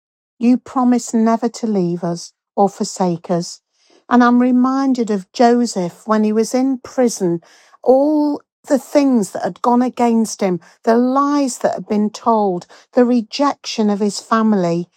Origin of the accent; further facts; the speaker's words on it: Leeds, Yorkshire and the Humber, United Kingdom; from Leeds, and I would just love to lead you in a prayer